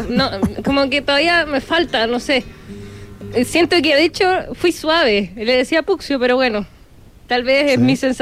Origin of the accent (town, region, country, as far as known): Chile